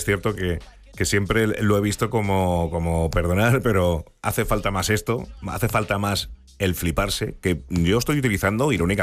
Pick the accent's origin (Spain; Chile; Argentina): Argentina